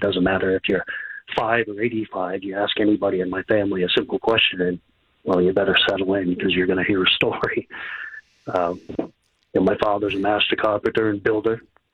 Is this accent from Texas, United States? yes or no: no; New Hampshire, United States; I'm just like you, born and bred here. I grew up mostly in the Lakes region early on, small towns, dirt roads and woods that taught me early.